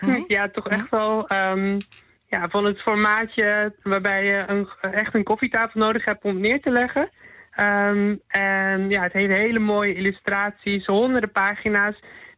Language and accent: Dutch; North Brabant, Netherlands; accent: regional Brabant, soft G; Ik ben zelf in een klein dorpje opgegroeid in West-Brabant. Met ouders die Hollands spraken. Dus ik heb dat dialect niet echt goed meegekregen. En dat vind ik heel jammer. Ik kan wel regionaal Brabants met een zachte G praten. Maar voor mij is dat niet helemaal hetzelfde.